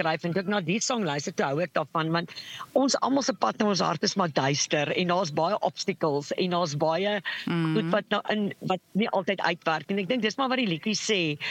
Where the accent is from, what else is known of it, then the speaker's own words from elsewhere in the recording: Western Cape, South Africa; ek kom uit die Kaap uit, so nou moet julle weet, ek het groot geword op die sokkiebane, en op die saalsikkies